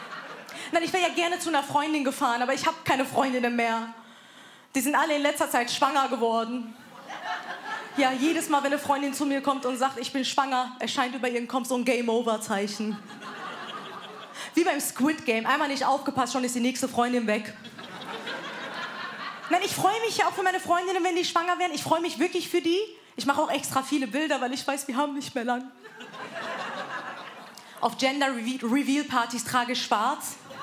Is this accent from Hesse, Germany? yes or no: yes; Wiesbaden, Hesse, Germany; Da, wo ich herkomme, wird es einfach zugetackert und gut ist. Und damit meine ich nicht Iran, sondern Wiesbaden.